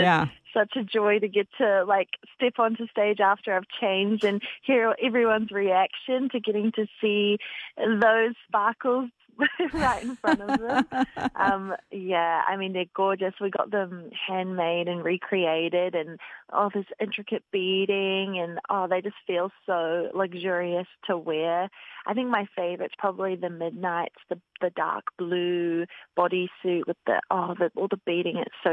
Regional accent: New Zealand; I'm from New Zealand

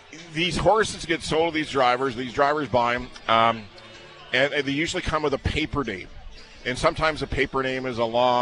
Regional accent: Regina, Saskatchewan, Canada; moved away; I'm born and raised in Regina

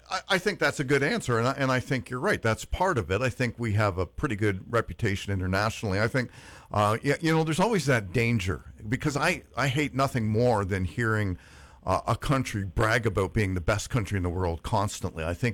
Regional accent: Canada; we're proud to be Canadian

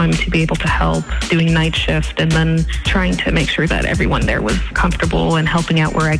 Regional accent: Hay River, Northwest Territories, Canada; I was born and raised in Hay River, 1999, so 26 years.

